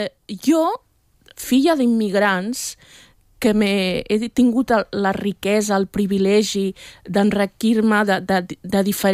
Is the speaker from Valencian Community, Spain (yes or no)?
no; Catalonia, Spain; com a catalana, com a espanyola